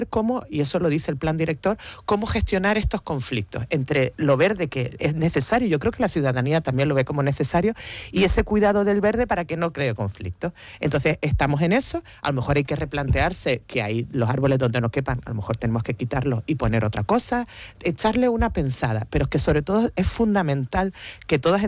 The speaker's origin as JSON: {"language": "Spanish", "town": "Las Palmas de Gran Canaria", "region": "Canary Islands", "country": "Spain", "said": "Yo soy de la Isleta"}